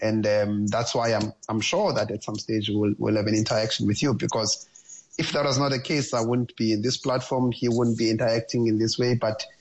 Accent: Eastern Cape, South Africa; growing up in the Eastern Cape.

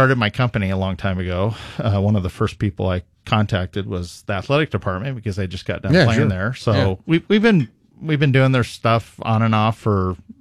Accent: California, United States; moved away as an adult; now in New Mexico, United States; I'm from Southern California. So yeah. I tell people from New Mexico all the time, I grew up in one of the greatest areas in the country, and I wouldn't move back there if you paid me. So I love being here.

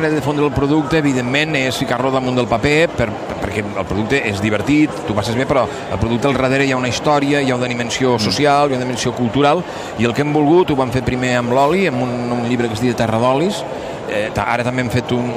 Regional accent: Lleida, Catalonia, Spain; soc un lleidatà com toca, diguéssim.

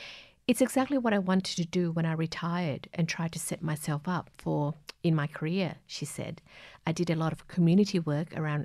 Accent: Adelaide, South Australia, Australia; So when the opportunity came up to be back in my hometown of Adelaide, a club I never played for

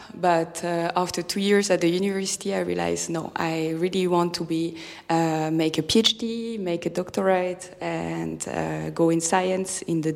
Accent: Grand Est, France; born or raised there; English is a second language

